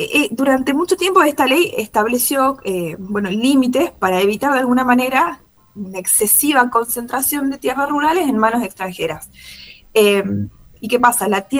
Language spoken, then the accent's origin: Spanish; Salta, Argentina; provincias como la mía, ¿no? Como Salta. Yo soy de Salta Capital.